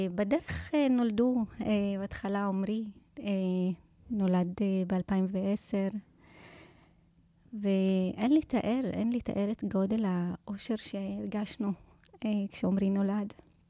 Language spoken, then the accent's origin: Hebrew; Daliyat al-Karmel, Haifa District, Israel; אני נולדתי בדליית אל כרמל.